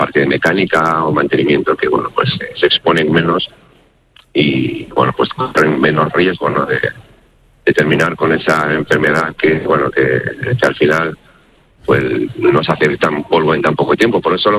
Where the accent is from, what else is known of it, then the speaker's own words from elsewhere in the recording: Asturias, Spain; now in Tibi, Spain; Y no, bueno, en realidad soy asturiano, pero bueno, un asturiano viviendo en Tibi.